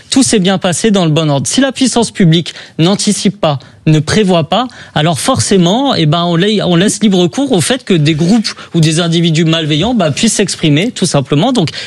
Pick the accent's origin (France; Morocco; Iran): France; Toulouse, Occitanie; je suis toulousain